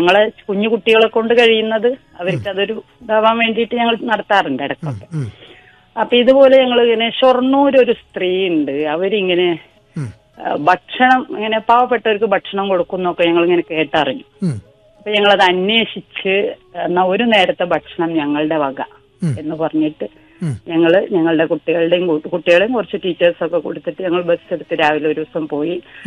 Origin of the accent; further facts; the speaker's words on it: Manjeri, Kerala, India; ഞാൻ മഞ്ചേരി തുറക്കൽ തന്നെയാണ്.